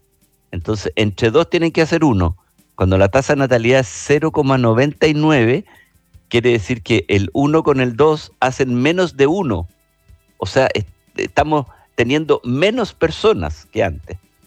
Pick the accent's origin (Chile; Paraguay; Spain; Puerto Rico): Chile; si los chilenos no estamos teniendo niños, alguien los tiene que tener